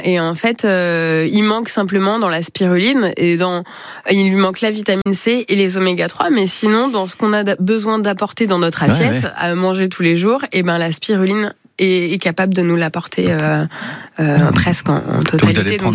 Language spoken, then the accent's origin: French; La Rochelle, Nouvelle-Aquitaine, France; J'ai grandi à La Rochelle, et donc du coup j'avais envie de revenir ici